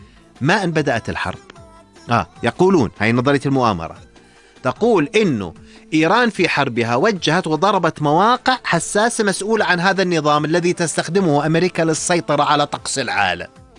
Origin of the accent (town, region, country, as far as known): Jordan